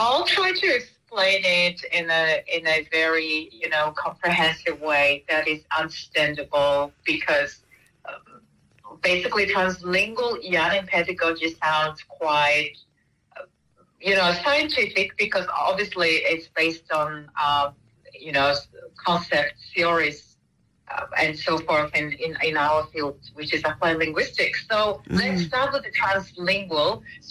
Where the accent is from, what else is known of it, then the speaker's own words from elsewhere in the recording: Mongolia; now in Australia; so my background is Mongolian. Sometimes I can use Mongolian, for example, if I need to be. Or sometimes I can use Japanese if I need to be.